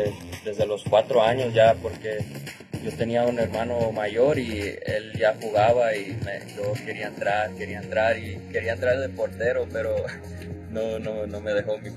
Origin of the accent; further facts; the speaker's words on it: Berkeley, California, United States; born there; now in Houston, United States; Yo nací en Berkeley, California